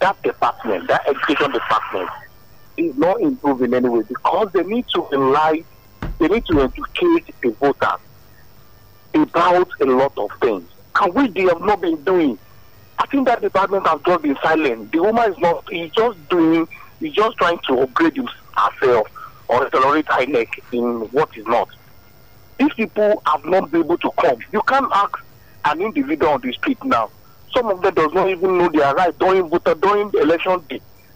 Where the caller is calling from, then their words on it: Lagos, Nigeria; I'm calling from Fagba area.